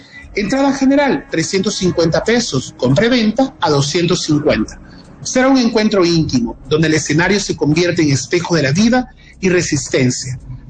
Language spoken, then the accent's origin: Spanish; Santa Ana, El Salvador; los boleros que me han acompañado desde mi infancia en mi tierra natal, Santa Ana, en El Salvador.